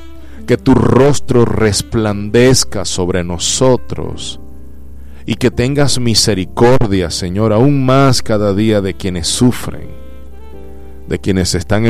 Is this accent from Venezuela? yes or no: yes; Venezuela; como con nacionales, como venezolanos aquí